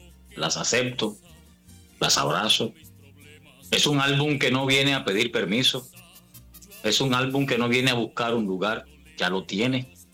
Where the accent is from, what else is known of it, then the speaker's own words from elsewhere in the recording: Cuba; Cuando estoy vestido así … el cubano